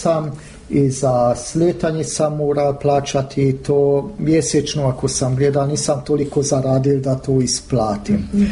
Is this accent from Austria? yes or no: yes; Burgenland, Austria; Sa Hrvatskom sam ja, zbog toga da sam gradišćanski Hrvat, hvala Bogu dosta dobro naučio hrvatski.